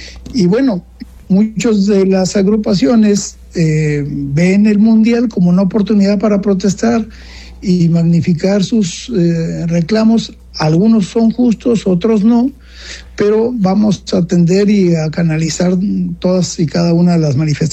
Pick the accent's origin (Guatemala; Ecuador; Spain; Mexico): Mexico; Sí, lo que quisiéramos como mexicanos